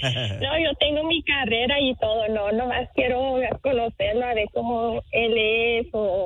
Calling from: El Paso, Texas, United States; Ellos se conocieron aquí en El Paso, porque yo soy de El Paso, Texas.

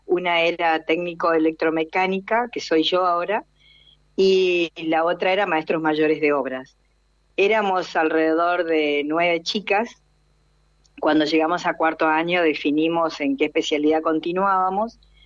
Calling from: Reconquista, Santa Fe, Argentina; de Reconquista, provincia de Santa Fe.

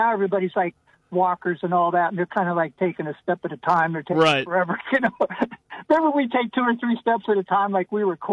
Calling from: Ohio, United States; I'm from the Warren Youngstown area

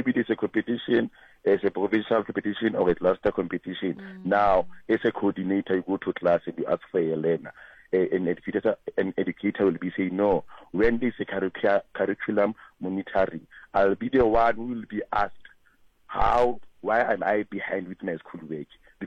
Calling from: Daveyton, Gauteng, South Africa; I'm from Daveyton, and I'm an educator by profession.

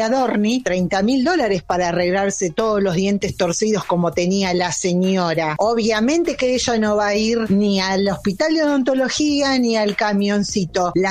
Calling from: Avellaneda, Buenos Aires Province, Argentina; de Avellaneda.

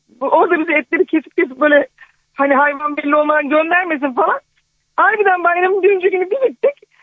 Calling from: Bursa, Turkey; Bursa'dan.

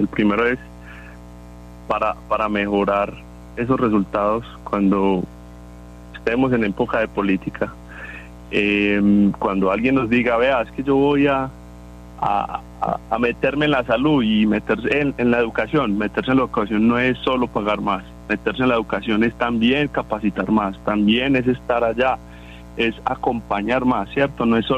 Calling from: Medellín, Antioquia, Colombia; buenos días desde Medellín.

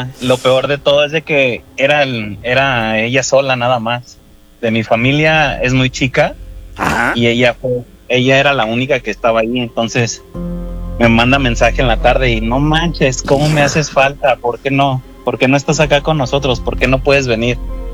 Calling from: Guadalajara, Jalisco, Mexico; De Guadalajara.

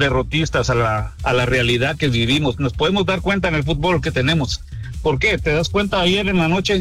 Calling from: Guatemala; nosotros como guatemaltecos

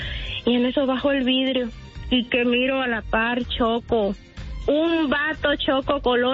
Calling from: Maryland, United States; Desde Maryland.

